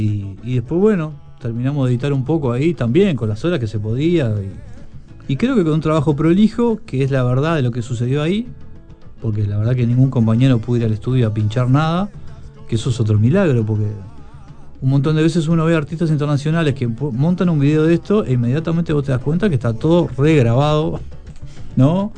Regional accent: Uruguay

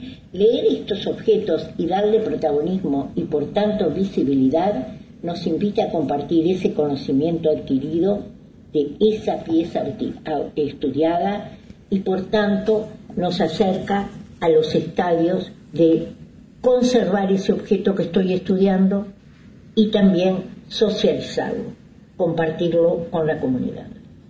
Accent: Salto, Uruguay; born there; Nacimos en Salto Grande. Hicimos aquí nuestros primeros aprendizajes.

